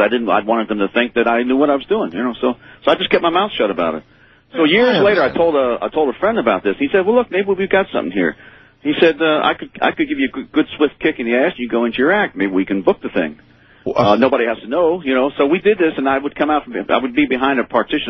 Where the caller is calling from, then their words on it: New Orleans, Louisiana, United States; From New Orleans, Louisiana.